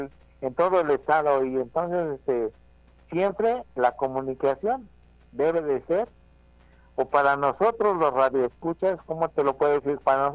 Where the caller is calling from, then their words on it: Mexico; somos mexicanos, tenemos tradiciones muy arraigadas